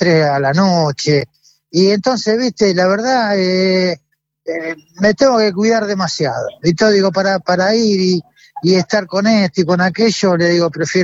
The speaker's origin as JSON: {"language": "Spanish", "country": "Argentina"}